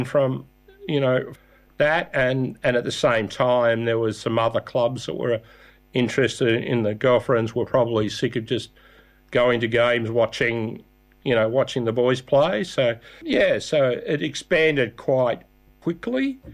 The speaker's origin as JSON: {"language": "English", "town": "Launceston", "region": "Tasmania", "country": "Australia", "tie": "born there", "also_born_or_lived": "England", "said": "I was born in Launceston"}